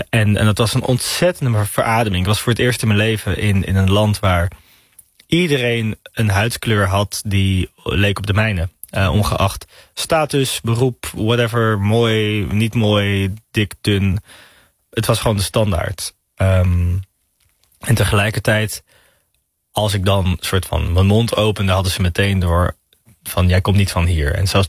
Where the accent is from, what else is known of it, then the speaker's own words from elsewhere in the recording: Amsterdam, North Holland, Netherlands; En daar ben ik ook trots op als Nederlander, als Amsterdammer.